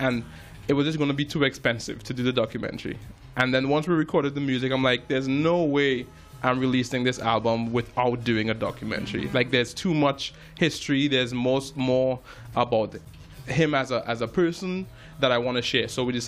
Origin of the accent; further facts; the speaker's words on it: Belmont, Trinidad & Tobago; also born or lived in United States; now in Toronto, Canada; I grew up in Trinidad and Tobago, and I moved to Toronto about 13 years ago. Mm-hmm. Before that, I was studying in the States a bit, and I grew up around music. I grew up in Belmont, Trinidad.